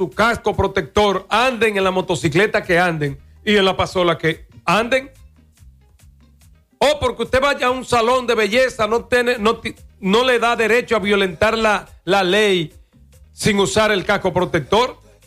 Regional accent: Moca, Espaillat, Dominican Republic; aquí, de mi pueblo de Moca

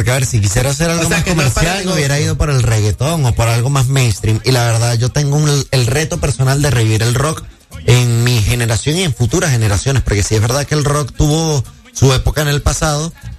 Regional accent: Colombia; also born or lived in Venezuela; No, a ver, yo soy venezolano, pero yo tengo familia y me crié en Colombia.

